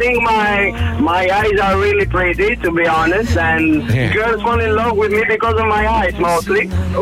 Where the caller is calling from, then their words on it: Athens, Attica, Greece; I'm from Athens, Greece.